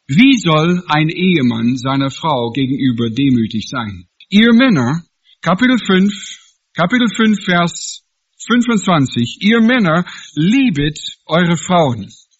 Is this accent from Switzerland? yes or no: no; Washington, United States; Ich komme ja aus dem Wilden Westen in den Vereinigten Staaten, von einem Indianerreservat. Meine Eltern wohnen noch heute auf einem Indianerreservat in dem Bundesstaat Washington.